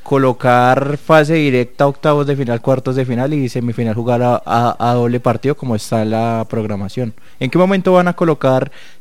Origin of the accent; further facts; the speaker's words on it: Colombia; Qué pena, pero así somos los colombianos.